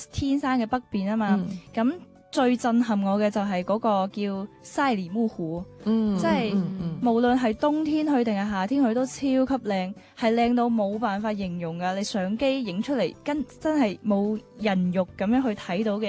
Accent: Guangdong, China

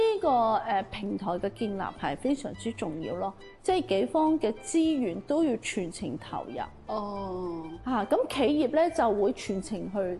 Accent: Macau; 回歸25周年嚇，身為澳門人，四星產業應該係有責任去向前行一步嘅。

